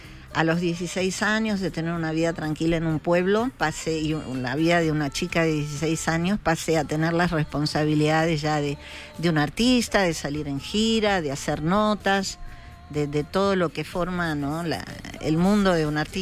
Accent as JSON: {"language": "Spanish", "town": "Paso del Rey", "region": "Buenos Aires Province", "country": "Argentina", "tie": "born or raised there", "said": "Yo crecí en un pueblo en Paso del Rey, que queda más o menos a 30 kilómetros de la ciudad de Buenos Aires."}